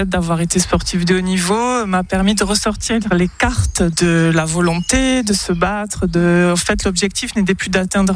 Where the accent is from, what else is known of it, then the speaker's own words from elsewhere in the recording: Bayonne, Nouvelle-Aquitaine, France; j'ai 48 ans et je suis de Bayonne.